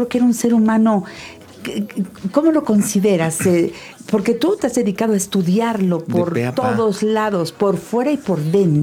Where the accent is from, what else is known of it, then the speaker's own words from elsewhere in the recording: Mexico City, Mexico; Orgullosamente somos originarios de la Ciudad de México